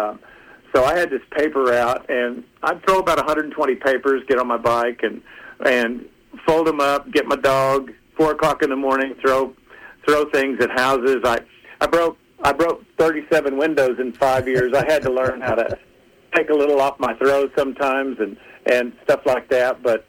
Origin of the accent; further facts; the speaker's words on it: Tulsa, Oklahoma, United States; also born or lived in Indiana; Yes, sir. I was born in Indiana. My mom and dad met in the Navy, and then dad, we moved to Oklahoma. We moved to Tulsa when I was five.